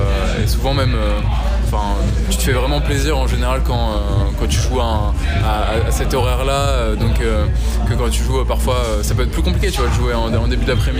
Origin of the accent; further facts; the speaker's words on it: Rouen, Normandy, France; Dans ma ville natale à Rouen.